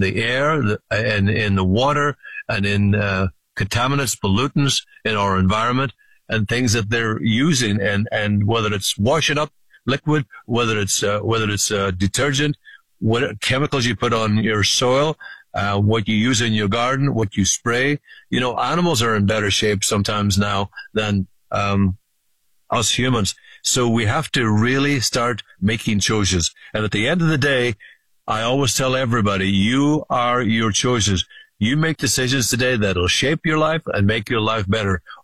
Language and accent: English; Ireland; now in United States